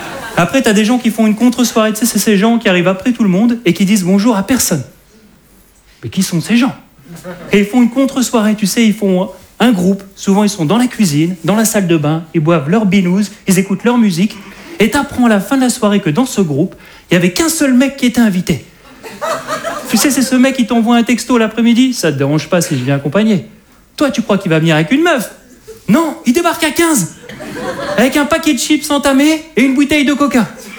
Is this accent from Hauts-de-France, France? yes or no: yes; Hauts-de-France, France; je suis un ch'ti.